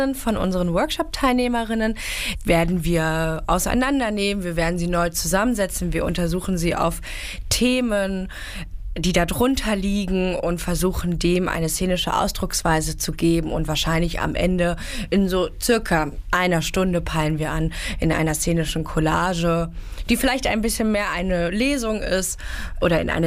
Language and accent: German; Saxony-Anhalt, Germany; Ich bin ja in Sachsen-Anhalt aufgewachsen